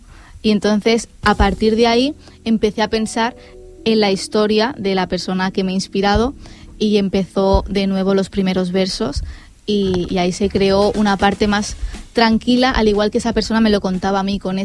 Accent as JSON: {"language": "Spanish", "town": "Sant Boi de Llobregat", "region": "Catalonia", "country": "Spain", "said": "mi pueblo, ¿no? Tenemos aquí San Ramón con su ermita, sus maravillosos paisajes que vemos hasta la playa"}